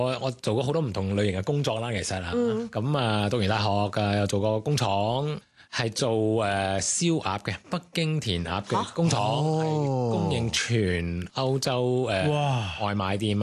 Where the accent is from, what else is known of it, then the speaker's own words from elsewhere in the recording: Netherlands; 佢哋會喺嗰度留低，今日生咗我同埋我細佬咯。